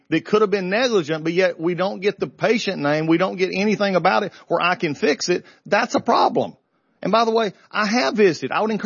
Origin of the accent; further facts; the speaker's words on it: Augusta, Georgia, United States; Nobody's more upset about Augusta than me. It's my hometown. It's my home area.